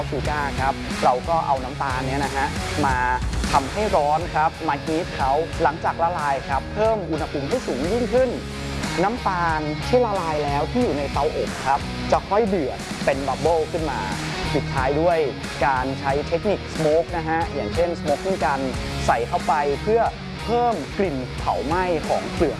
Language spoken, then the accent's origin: Thai; Chiang Mai, Thailand; born or raised there